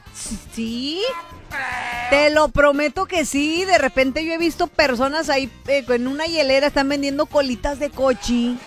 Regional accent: Mexico; ¡No, hombre, que somos mexicanos!

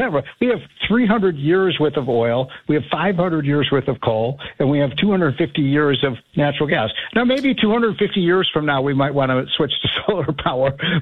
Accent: Illinois, United States; my home state of Illinois

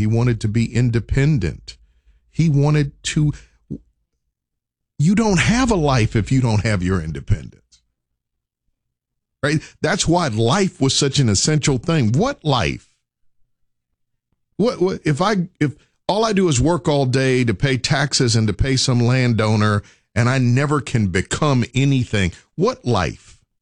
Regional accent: Tennessee, United States; I am a, fourth or fifth generation Tennessean.

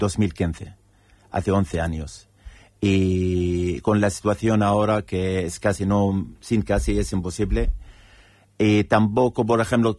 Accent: Bethlehem, West Bank, Palestine; Yo soy de Belén, por ejemplo.

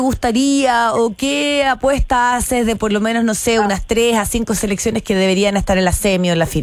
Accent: Chile

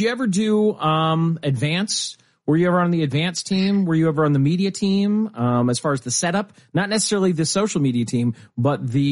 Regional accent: Nebraska, United States; And my dad, you know, we're from Nebraska.

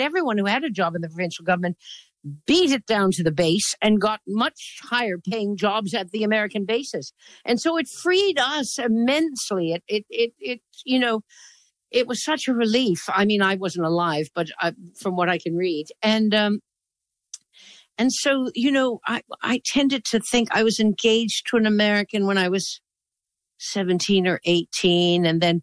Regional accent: Newfoundland and Labrador, Canada

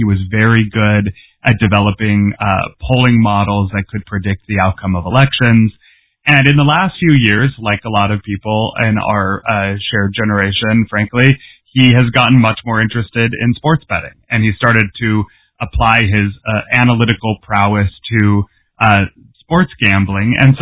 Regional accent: Massachusetts, United States; I grew up in Massachusetts, so I've been New England sports fan, the Celtics and Patriots.

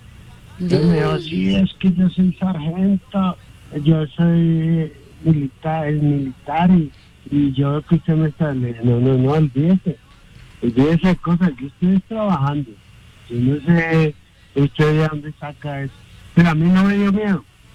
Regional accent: Ibagué, Tolima, Colombia; also born or lived in Girardot; Vivía de harto tiempo. Soy de Ibagué.

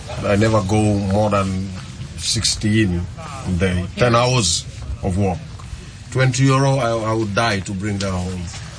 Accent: Gambia; The Gambia.

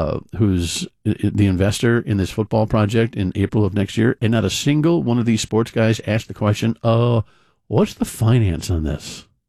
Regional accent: Flushing, New York, United States; also born or lived in Western Massachusetts; now in Rhode Island, United States; Christ, I'm from Flushing. You know, I came here from Western Mass, and one of the first things I did was try to learn the vernacular.

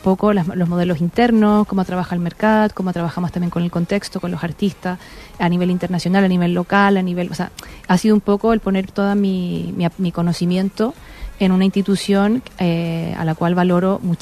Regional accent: Chile; moved away as an adult

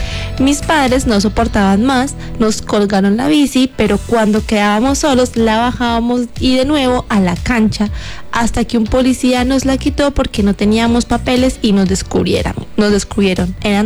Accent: Caramanta, Antioquia, Colombia; A mí no, solo eso, me iba desde Caramanta a la pintada de mi bici.

